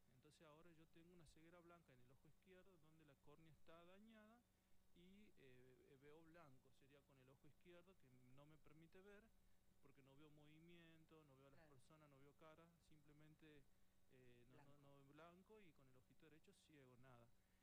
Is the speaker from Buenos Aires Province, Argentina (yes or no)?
no; Tucumán, Argentina; moved away as an adult; Tengo 42 años, así que vengo desde Tucumán, llegué acá en el 2024, estamos en el 2026.